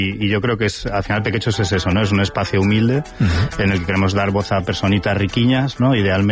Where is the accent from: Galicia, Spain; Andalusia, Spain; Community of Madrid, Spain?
Galicia, Spain; A Coruña; Va a ser porque soy de Coruña, sí, Pedro.